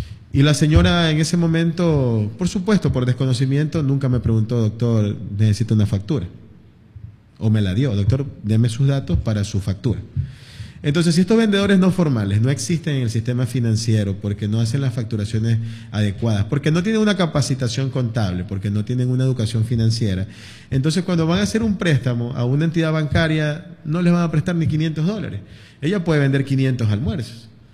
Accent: Jaramijó, Manabí, Ecuador; born there; soy un hijo nacido de Jaramijó

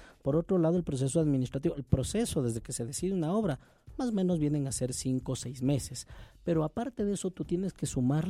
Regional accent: Conocoto, Pichincha, Ecuador; todos los que somos de Conocoto, porque yo desde guagua he sido criado en Conocoto

